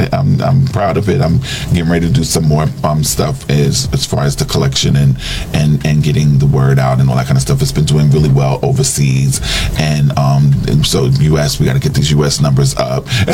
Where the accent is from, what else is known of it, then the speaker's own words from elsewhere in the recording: United States; still, I'm American.